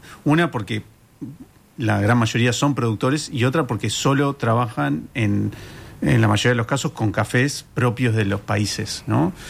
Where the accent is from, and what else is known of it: Uruguay